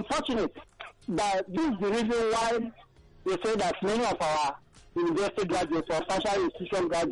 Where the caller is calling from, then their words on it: Abuja, Federal Capital Territory, Nigeria; I'm calling from Abanja